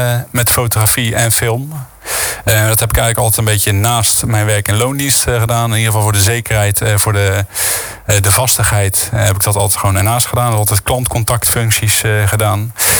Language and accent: Dutch; Dordrecht, South Holland, Netherlands; Geboren en getogen in Sterrenburg.